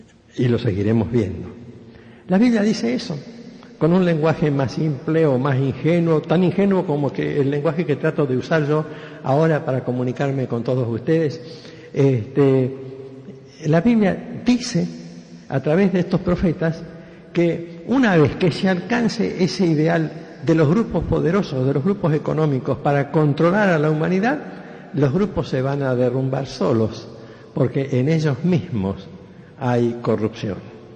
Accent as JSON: {"language": "Spanish", "town": "Rosario", "region": "Santa Fe", "country": "Argentina", "tie": "born or raised there", "said": "nació casi al lado de mi casa, porque yo soy rosarino y yo también, y éramos del mismo barrio."}